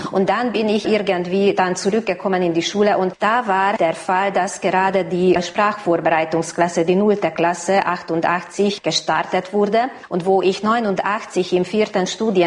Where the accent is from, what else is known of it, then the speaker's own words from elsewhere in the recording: Hajós, Bács-Kiskun, Hungary; Ich bin in Hajos aufgewachsen und in der Grundschule dort war es so